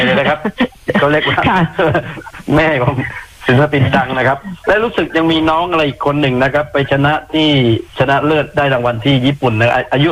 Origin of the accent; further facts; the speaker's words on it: Nakhon Si Thammarat, Thailand; born there; ผมเกิดนครนะครับ